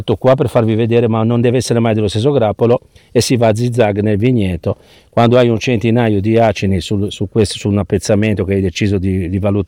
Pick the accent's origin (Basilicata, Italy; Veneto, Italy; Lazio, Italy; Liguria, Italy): Liguria, Italy; Genoa; ci aggiungo anche da genovese